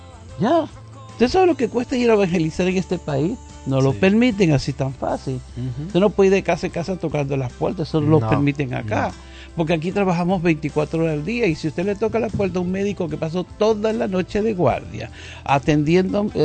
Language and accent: Spanish; Venezuela; now in United States; yo como venezolano anhelaría que un día tuviéramos el consulado de Venezuela acá.